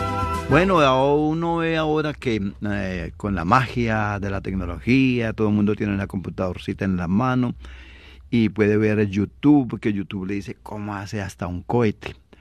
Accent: Colombia; now in Boston, United States; tenemos que hacer como colombianos

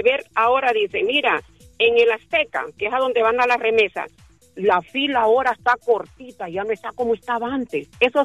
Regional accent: Choluteca, Honduras; born there; moved away; Yo soy de Honduras y el ombligo lo tengo aquí en Choluteca, en el hospital

